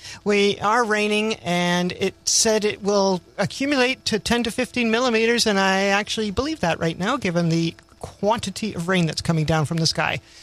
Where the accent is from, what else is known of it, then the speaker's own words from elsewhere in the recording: Minden, Ontario, Canada; as many of you know, I think I come from Minden, so I traveled across